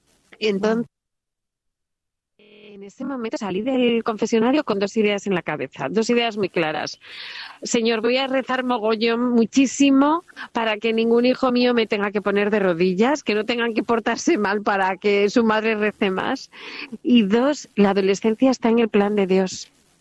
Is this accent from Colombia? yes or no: no; Spain; decimos aquí en España